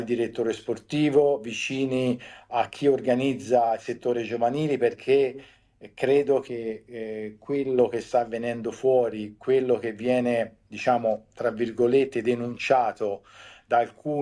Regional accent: Tuscany, Italy

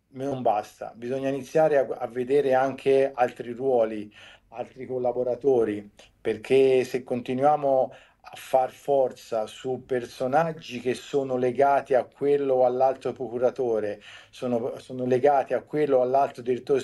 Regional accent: Tuscany, Italy; Io me l'auguro, sia per la Fiorentina, anche da toscano

